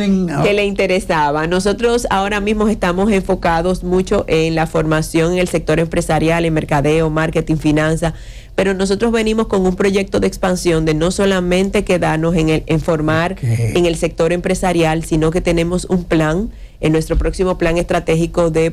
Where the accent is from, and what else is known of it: Dominican Republic